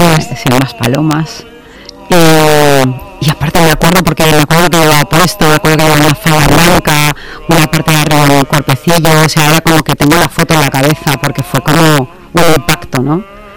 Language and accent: Spanish; Balearic Islands, Spain; soy de Mallorca